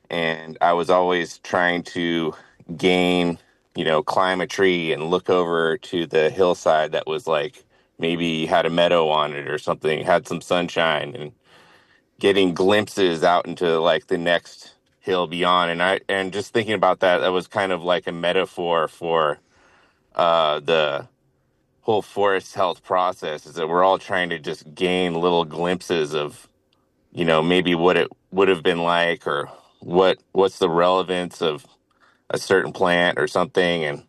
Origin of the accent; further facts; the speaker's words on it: California, United States; I grew up in Southern Humboldt on Elk Ridge.